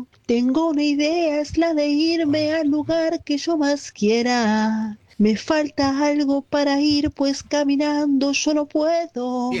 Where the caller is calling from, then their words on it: Ramos Mejía, Buenos Aires Province, Argentina; de Ramos.